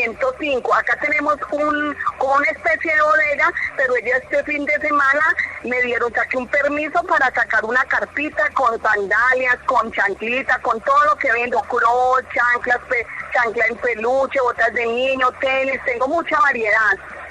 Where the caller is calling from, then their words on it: Pereira, Risaralda, Colombia; A ver, nosotros somos de Pereira. Estamos ubicados en la calle 17, en el comercio.